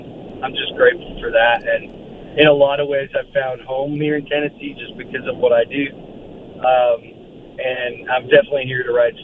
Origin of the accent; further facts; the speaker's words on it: Alberta, Canada; Usually, I was a left winger, you know, growing up in Alberta